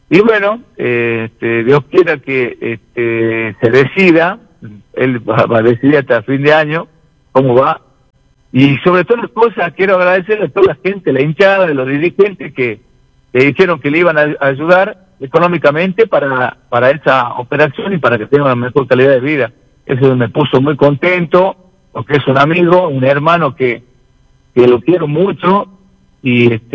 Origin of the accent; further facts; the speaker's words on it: Argentina; uno como argentino quiere ganar